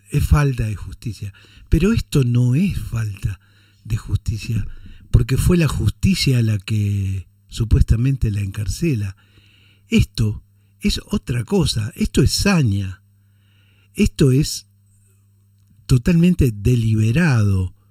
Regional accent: Argentina; Es increíble que esto esté pasando en mi país.

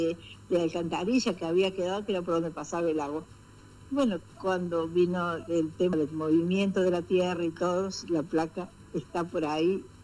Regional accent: Villa Carlos Paz, Córdoba, Argentina; que somos de acá de Carlos Paz

